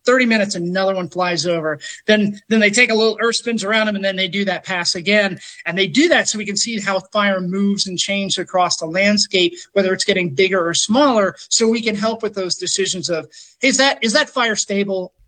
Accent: Gulf Coast, United States; I grew up in the Gulf Coast. So I grew up with hurricanes, and interesting. If you grew up in the Gulf Coast, you're not scared of a hurricane.

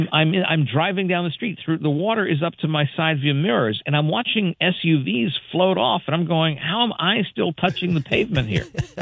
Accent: New York City, New York, United States; I grew up in the New York City area

